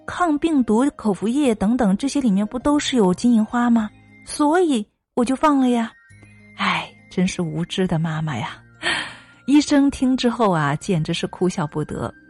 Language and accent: Chinese; China; 我们中国人对保温杯啊，应该说是情有独钟哈。